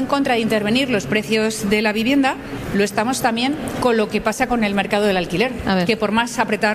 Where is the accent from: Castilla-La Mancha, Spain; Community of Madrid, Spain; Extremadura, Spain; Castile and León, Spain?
Community of Madrid, Spain; Madrid; como cualquier madrileño, he buscado por internet.